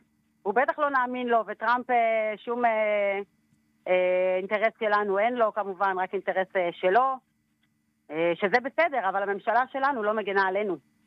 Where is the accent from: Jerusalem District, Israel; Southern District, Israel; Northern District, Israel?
Northern District, Israel; Beit Hillel; אני גדלתי פה, ההורים שלי פה.